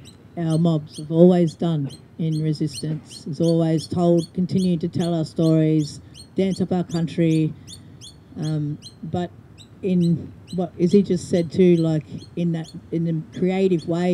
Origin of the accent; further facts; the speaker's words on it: Victoria, Australia; But, yeah, we grew up down in Gunai country doing, you know, not just NAIDOC protests, protests for language, mother tongue, everything.